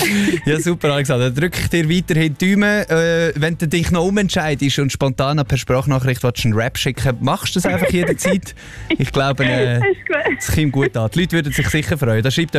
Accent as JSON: {"language": "German", "region": "Zurich", "country": "Switzerland", "said": "Muss man auch als Zürcherin zugeben."}